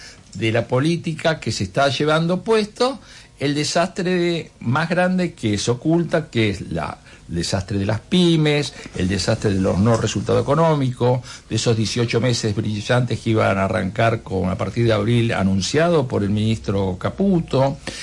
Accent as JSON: {"language": "Spanish", "country": "Argentina", "said": "yo elijo vivir en mi país, quiero mi país, pago impuestos en mi país"}